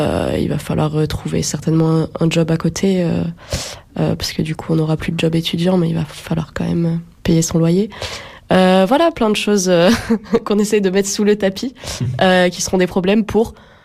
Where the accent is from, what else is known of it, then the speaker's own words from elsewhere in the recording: France; now in Brussels, Belgium; je suis française et qui habite à Bruxelles. Donc moi, je veux en tout cas rester à Bruxelles.